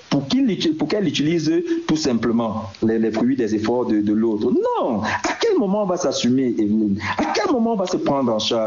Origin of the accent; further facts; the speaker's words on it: Cameroon; mes propres frères camerounais